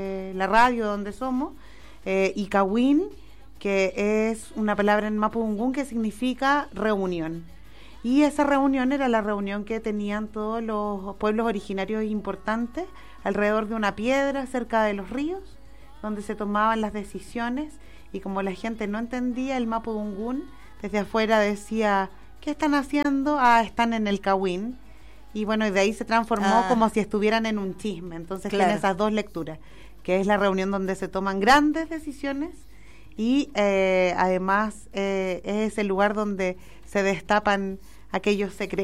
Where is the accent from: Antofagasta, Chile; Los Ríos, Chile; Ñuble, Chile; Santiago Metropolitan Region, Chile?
Santiago Metropolitan Region, Chile; Renca